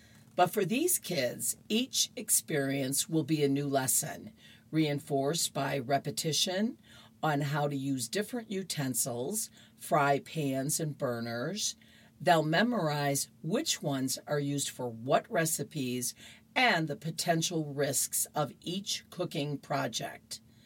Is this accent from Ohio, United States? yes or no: no; Berkeley, California, United States; also born or lived in Oakland; I grew up here in Berkeley, but was born south of the border in Oakland.